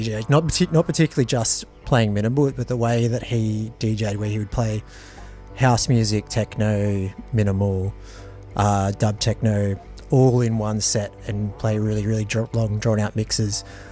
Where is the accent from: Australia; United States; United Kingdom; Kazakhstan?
Australia; Flinders Island, Tasmania; now in Hobart, Australia; Before I moved back to Hobart, I am originally from Flinders Island, off the northeast coast of Tasmania. It's a small community of 1,000 people.